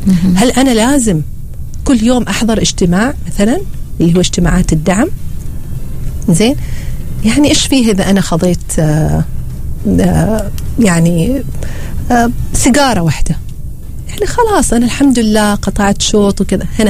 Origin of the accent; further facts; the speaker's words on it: Oman; احنا عندنا في عمان وفي دول الخليج